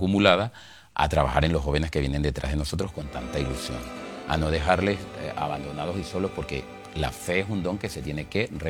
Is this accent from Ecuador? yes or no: no; Venezuela; Yo me quedaba asombrado cuando yo llegué de Venezuela